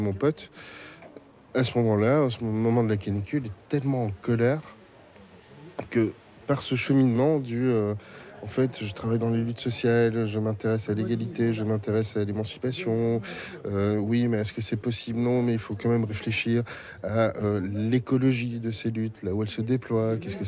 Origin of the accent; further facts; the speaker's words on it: Madagascar; J'ai grandi aussi à Madagascar. À Madagascar, il y a eu des moments de pollution extrême à certains endroits